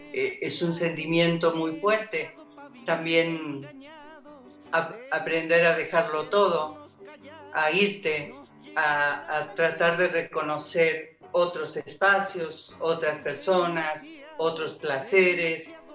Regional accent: Argentina; moved away as an adult; now in Mexico; Salimos de Argentina un grupo de música, anduvimos de pueblo en pueblo cantando y hubo un momento en que decidí venir a despedir a una amiga y me gustó y me quedé.

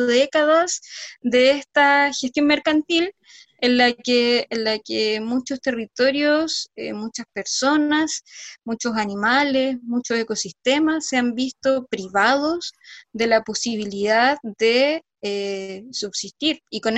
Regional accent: San Felipe, Valparaíso, Chile; San Felipe del Valle de la Aconcagua, de donde yo soy

